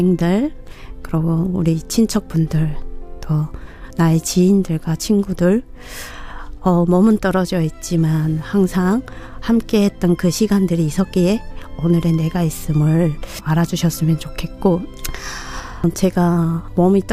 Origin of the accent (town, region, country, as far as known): North Korea; now in South Korea